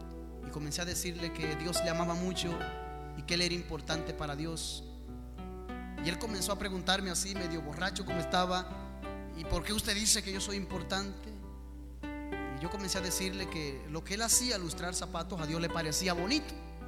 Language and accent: Spanish; Dominican Republic; vengo de República Dominicana.